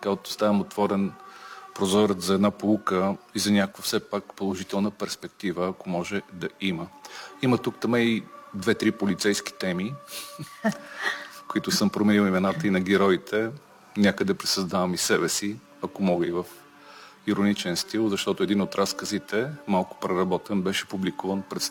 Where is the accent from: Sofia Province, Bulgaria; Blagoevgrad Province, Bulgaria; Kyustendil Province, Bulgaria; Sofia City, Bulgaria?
Kyustendil Province, Bulgaria; моето родно село и родния ми край, около Рилския манастир и Рилското корито